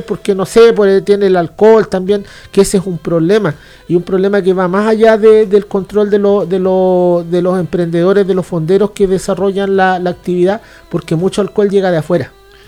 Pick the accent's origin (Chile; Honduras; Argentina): Chile